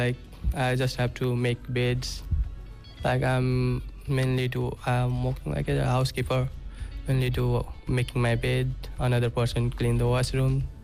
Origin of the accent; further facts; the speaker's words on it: Nepal; moved away as an adult; now in Busan, South Korea; I'm from Nepal and currently I'm in BUFS